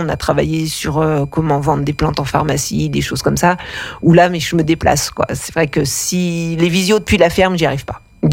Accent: Auvergne-Rhône-Alpes, France; J'ai grandi en Savoie.

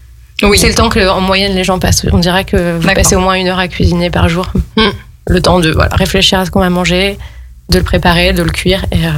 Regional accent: Lille, Hauts-de-France, France; moved away as an adult; now in Chambéry, France; rentrer à Lille, parce que c'est de là que je viens

